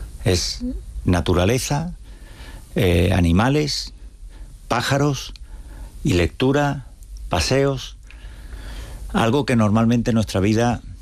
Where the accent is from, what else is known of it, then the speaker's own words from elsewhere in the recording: Seville, Andalusia, Spain; accent: Sevillian; also born or lived in Cantabria; yo, mi acento me denuncia y soy y he vivido toda mi vida en Sevilla, pero nací en Cantabria